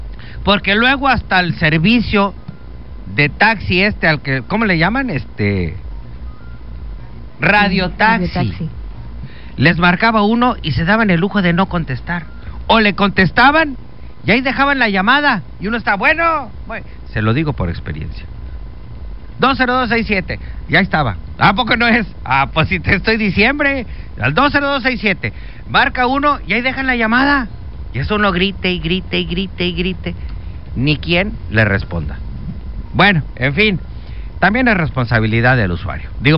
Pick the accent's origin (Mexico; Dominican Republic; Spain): Mexico; Cuauhtémoc, Chihuahua; Yo soy originario de Chihuahua. Viví prácticamente toda mi vida en una población que originalmente se llamó San Antonio de los Arenales, que luego le cambiaron de nombre a Ciudad Cuauhtémoc, Chihuahua.